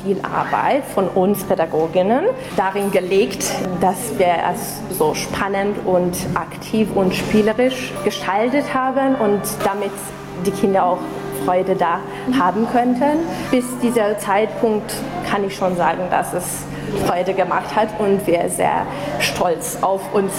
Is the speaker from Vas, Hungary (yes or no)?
yes; Szentgotthárd, Vas, Hungary; Nein, ich komme nämlich aus St. Gotthard. Und da gibt es auch schwäbische Minderheit, also Ungarndeutsche und auch Wendt-Leute, die eine Art von Slowenisch sprechen.